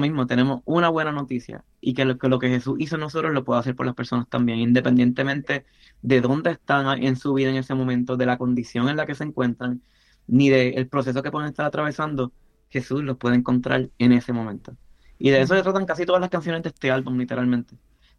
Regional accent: Puerto Rico; soy puertorriqueño y me gustan los ritmos

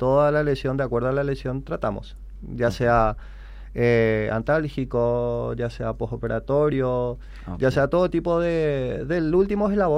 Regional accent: Presidente Hayes, Paraguay; Yo que soy de Bajo Chaco, yo que soy de la zona de Falcón

